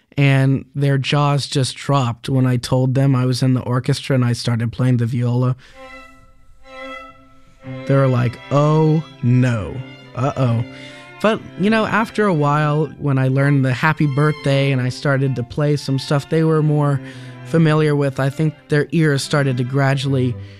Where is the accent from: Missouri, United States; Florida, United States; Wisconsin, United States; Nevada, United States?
Florida, United States; Lake Worth; from Lake Worth, Florida, and today I'll be performing the last movement